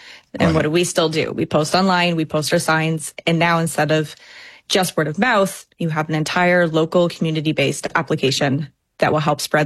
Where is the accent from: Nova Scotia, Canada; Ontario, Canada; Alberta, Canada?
Ontario, Canada; Guelph; now in London, Canada; because I'm actually not from London. I'm from Guelph.